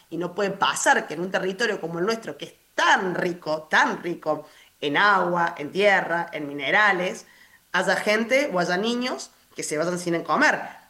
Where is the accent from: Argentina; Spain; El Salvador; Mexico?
Argentina; uno de nuestros ADN como argentino, marca personal, si se quiere, como país.